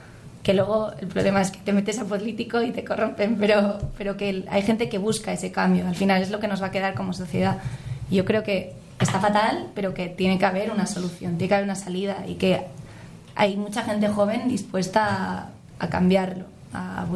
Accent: Basque Country, Spain; yo también soy del País Vasco

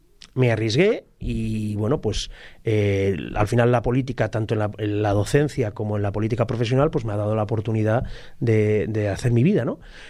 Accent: Tarragona, Catalonia, Spain; born there; also born or lived in Huesca; yo nací en Tarragona, pero tuvimos 7 años de mi infancia, estuvimos en Huesca

